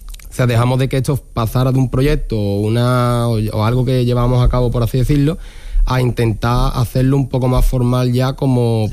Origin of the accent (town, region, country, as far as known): Morón de la Frontera, Andalusia, Spain